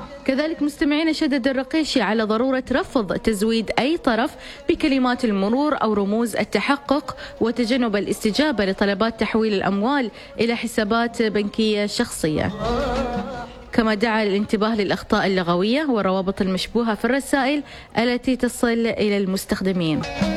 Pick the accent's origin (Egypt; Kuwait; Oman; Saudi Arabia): Oman; كلنا نحن كعمانيين نتجنب الاحتيال الإلكتروني،